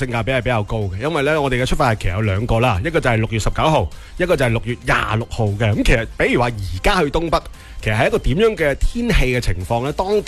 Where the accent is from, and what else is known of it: Guangdong, China